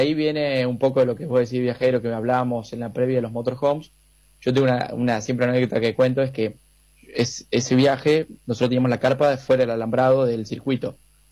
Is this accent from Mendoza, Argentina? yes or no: no; Formosa, Argentina; born or raised there